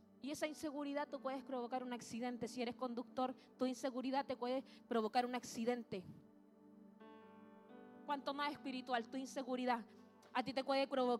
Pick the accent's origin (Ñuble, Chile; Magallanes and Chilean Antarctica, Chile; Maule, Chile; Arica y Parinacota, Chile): Arica y Parinacota, Chile; Arica; En mi infancia viví muchos años en Arica